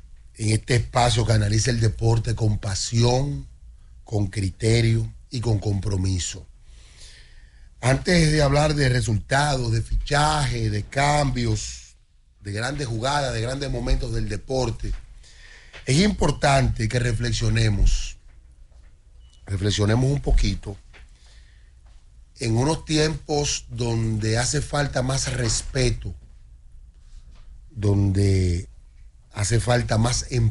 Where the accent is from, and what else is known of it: Dominican Republic